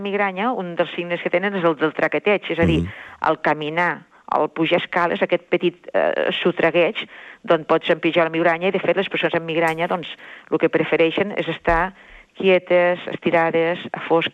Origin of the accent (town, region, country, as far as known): Tortosa, Catalonia, Spain; moved away